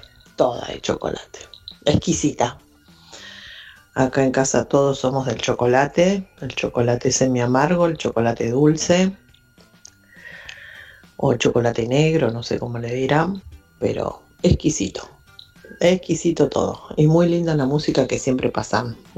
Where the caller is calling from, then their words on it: Neuquén, Argentina; de Neuquén.